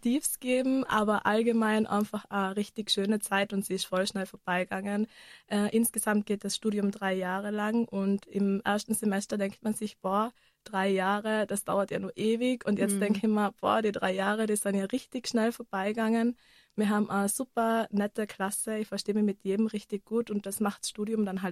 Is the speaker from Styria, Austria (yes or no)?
no; Innsbruck, Tyrol, Austria; ich komme aus Innsbruck